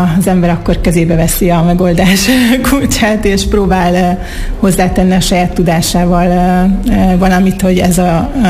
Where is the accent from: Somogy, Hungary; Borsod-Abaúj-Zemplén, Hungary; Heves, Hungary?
Borsod-Abaúj-Zemplén, Hungary; Miskolc; also born or lived in Norway; Még Norvégiából is nagy örömmel követtem, figyelemmel, hogy mi zajlik a szülővárosomban, illetve még a gimnáziumot is itt jártam. Úgyhogy nagyon kedves számomra Miskolc